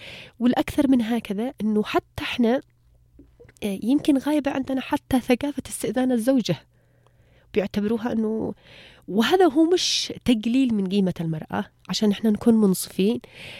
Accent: Yemen; احنا مجتمع يمني تربى على مفهوم الكرم، على الشهامة، على إكرام الضيف.

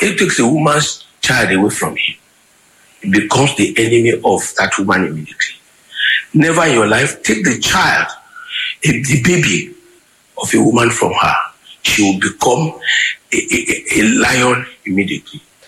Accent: Ibadan, Oyo, Nigeria; born there; I was born in Ibadan. I was born at Oluyoro Hospital in Ibadan. My father used to live at Isaleusi.

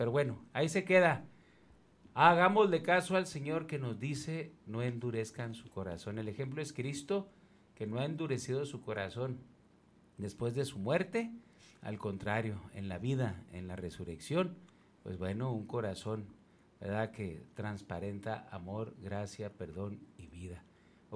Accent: Monterrey, Nuevo León, Mexico; somos como regiomontanos

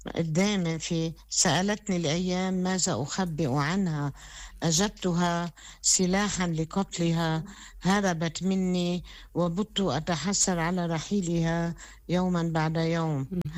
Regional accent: Harajel, Keserwan-Jbeil, Lebanon

